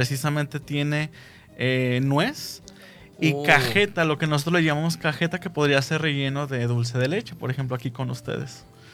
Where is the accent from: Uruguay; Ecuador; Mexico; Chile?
Mexico; Guadalajara, Jalisco; now in Argentina; porque precisamente es mi tierra, de ahí vengo, de Guadalajara.